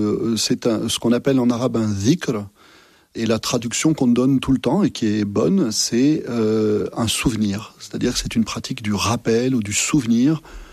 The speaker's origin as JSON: {"language": "French", "region": "Massif Central", "country": "France"}